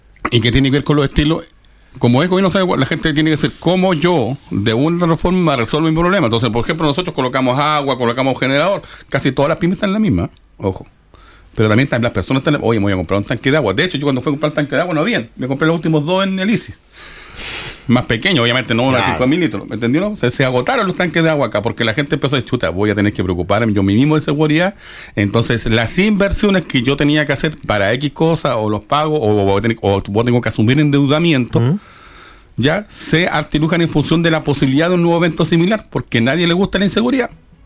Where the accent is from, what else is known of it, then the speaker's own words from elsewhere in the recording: Concepción, Biobío, Chile; Yo soy de Concepción